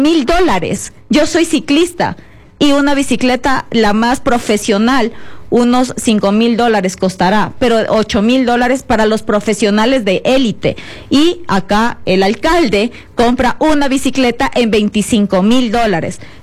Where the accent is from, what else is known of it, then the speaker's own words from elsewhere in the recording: Quito, Pichincha, Ecuador; Yo como capitalina, yo como quiteña, como pichinchana